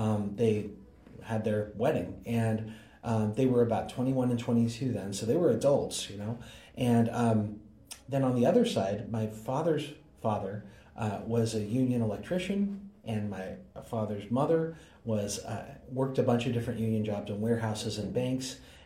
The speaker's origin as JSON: {"language": "English", "town": "South San Francisco", "region": "California", "country": "United States", "tie": "born or raised there", "said": "I grew up in South San Francisco, so not the southern neighborhood in San Francisco, but just south of there."}